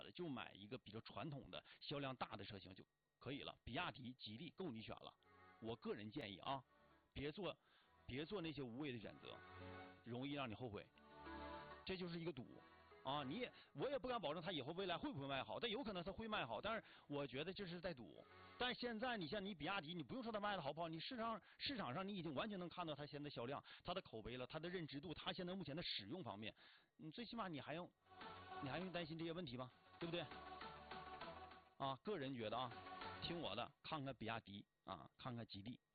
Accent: Northeast China, China; 咱们东北人

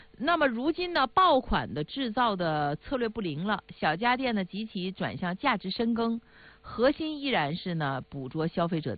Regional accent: Northeast China, China; 用我们东北话说

